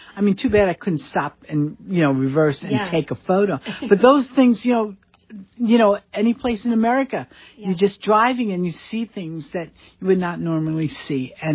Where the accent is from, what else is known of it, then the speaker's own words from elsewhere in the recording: New York, United States; I grew up in New York. That's so big. And, you know, it's a small city in one sense, but it's a lot of people.